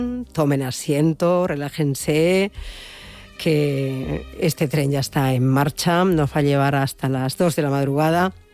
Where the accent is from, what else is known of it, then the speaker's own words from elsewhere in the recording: Extremadura, Spain; la Sinfónica del Centro Superior Internacional de Música de Extremadura, que actuaba en mi pueblo, promovida por la asociación cultural que hemos creado allí para promover actos culturales y revitalizar el Castillo de Luna